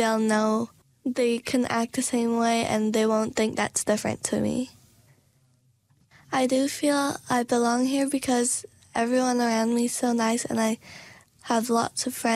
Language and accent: English; Philippines; As a Filipino, I realize that how I act sometimes and think and the food I eat are different to my friends and people around me.